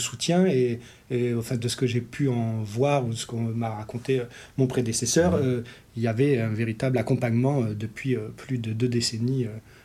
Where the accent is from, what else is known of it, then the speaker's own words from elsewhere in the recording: Île-de-France, France; moved away as an adult; also born or lived in Tarbes; now in Agde, France; je viens de la région parisienne, où j'ai fait des études de saxophone, où j'ai été diplômé du conservatoire Paul Supérieur de Boulogne-Billancourt, notamment. Et après avoir enseigné en région parisienne, je suis parti dans le sud-ouest de la France